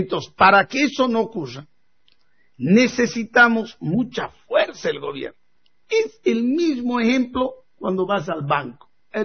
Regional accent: Bolivia

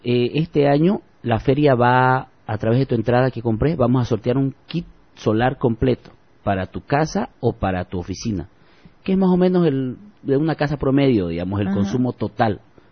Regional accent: Pando, Bolivia; moved away; yo soy de Pando y se los mando hasta Pando a mi madre

